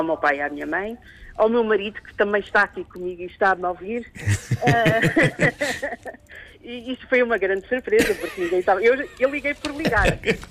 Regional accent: Lisbon, Portugal; born there; now in Tapada das Mercês, Portugal; Nasci em Lisboa.

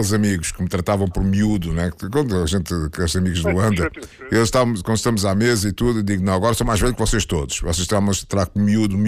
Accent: Luanda, Angola; Eu sou de Luanda, sou de Luanda

